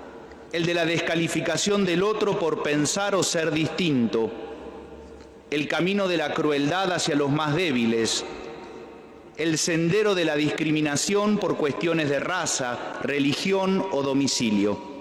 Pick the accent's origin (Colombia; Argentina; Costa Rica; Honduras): Argentina; A veces, como sociedad argentina, también recorremos caminos peligrosos